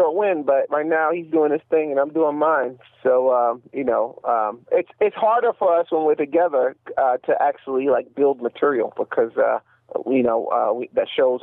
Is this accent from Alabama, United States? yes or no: no; New York, United States; because I'm from New York, I would like to see the Mets win.